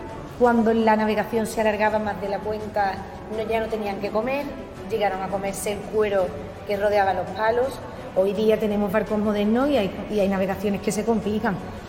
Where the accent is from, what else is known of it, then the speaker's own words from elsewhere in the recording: Sanlúcar de Barrameda, Andalusia, Spain; nosotros, Sanlúcar, siendo un pueblo súper importante de Andalucía